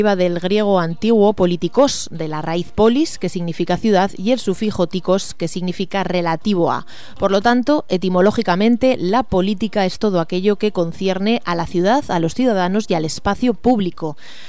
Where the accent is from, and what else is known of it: Spain